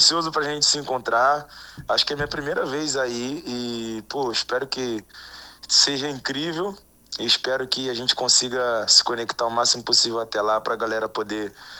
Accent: Rio de Janeiro, Brazil; Eu sou daqui do Rio de Janeiro, eu sou do subúrbio do Rio

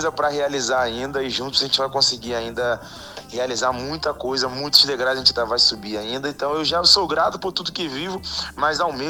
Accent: Rio de Janeiro, Brazil; Eu sou daqui do Rio de Janeiro, eu sou do subúrbio do Rio

